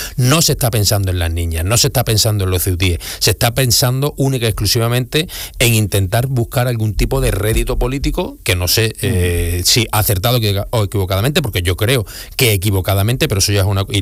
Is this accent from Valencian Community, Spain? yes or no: no; Andalusia, Spain; me siento muy orgulloso de ser español, de ser andaluz